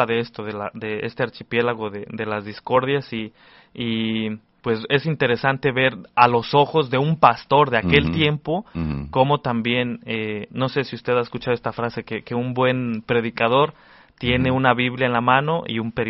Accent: Mexico; Como mexicanos lo hemos visto. Y nos llena de orgullo

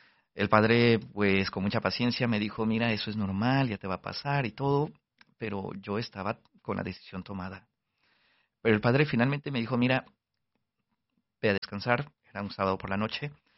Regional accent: Guatemala; uno de los tantos volcanes en mi país, en Guatemala

